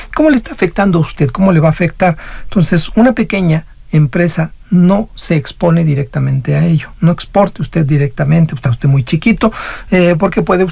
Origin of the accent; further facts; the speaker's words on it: Mexico; Al final del día, pues somos un empresario mexicano que tiene las condiciones reales de la economía en este país.